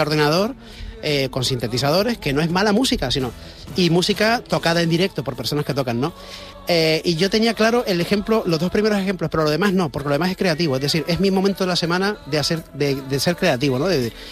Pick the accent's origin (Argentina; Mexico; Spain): Spain; Canary Islands; soy canario. No sé por qué, siempre me sale decir que soy canario.